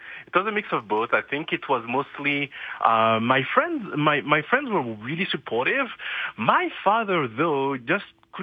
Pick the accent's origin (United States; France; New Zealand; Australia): France; Paris, Île-de-France; English is a second language; moved away as an adult; now in Calgary, Canada; So I was born and raised in Paris.